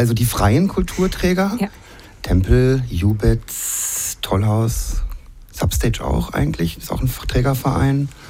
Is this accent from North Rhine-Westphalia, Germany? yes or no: no; Freiburg, Baden-Württemberg, Germany; now in Karlsruhe, Germany; ich komme ja ursprünglich aus Freiburg und habe die Stadt immer sehr, sehr hoch gehalten, tue ich auch immer noch.